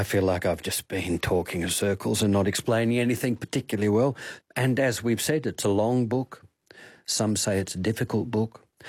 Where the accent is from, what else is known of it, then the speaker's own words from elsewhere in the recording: Albany, Western Australia, Australia; I had an elder at the time who's still around and living down in Albany, my hometown, ring me up